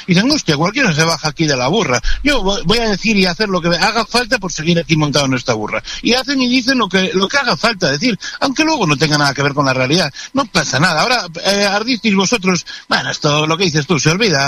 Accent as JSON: {"language": "Spanish", "country": "Spain", "said": "A mí, como español, me da vergüenza."}